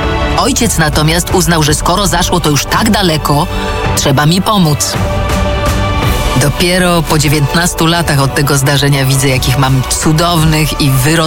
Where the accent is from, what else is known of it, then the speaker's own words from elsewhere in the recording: Silesian Voivodeship, Poland; moved away as an adult; Jesteśmy typową śląską rodziną